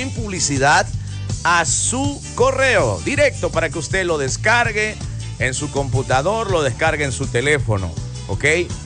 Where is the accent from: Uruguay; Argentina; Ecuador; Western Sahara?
Ecuador; Nosotros somos de Ecuador